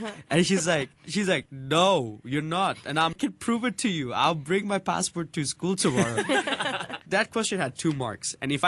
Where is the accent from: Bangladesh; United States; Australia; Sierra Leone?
Bangladesh; I don't know much about my home country, Bangladesh, but when I do go there, they also ask me, why are you so, in our language, they will say, koto bidishi hoigesus?